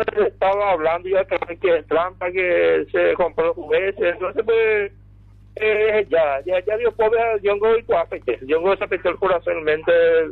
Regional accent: Presidente Franco, Alto Paraná, Paraguay; born there; Nosotros somos franqueños, yo nací en el Franco, todos nacimos en el Franco, somos franqueños.

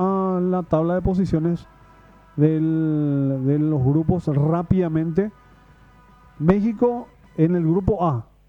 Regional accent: Paraguay; siempre nosotros también de este lado, como paraguayos, por supuesto queremos que tanto a nuestros hermanos sudamericanos les vaya bien

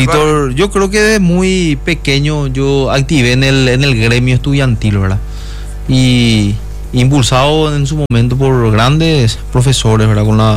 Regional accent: Luque, Central, Paraguay; yo soy de Cañada San Rafael, era una compañía un poco alejada del centro, y vine al Colegio Nacional de Luque

